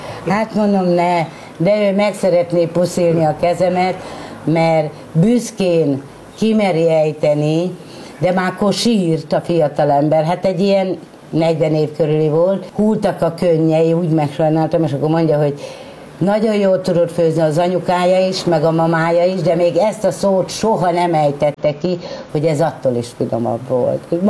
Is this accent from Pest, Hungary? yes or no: yes; Dunakeszi, Pest, Hungary; also born or lived in Tiszafüred; én már kisgyerek, épp hogy csak ott megszülettem, de itt nőttem föl Dunakeszin az egész család